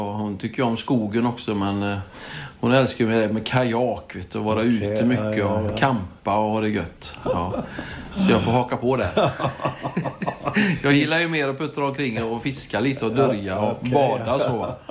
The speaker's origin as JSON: {"language": "Swedish", "town": "Donsö", "region": "Västra Götaland County", "country": "Sweden", "tie": "born or raised there", "also_born_or_lived": "Trollhättan", "said": "Så jag föddes ju 65, så mina första 10 år bodde jag på Donsö. Vi bodde vid gamla fotbollsplan."}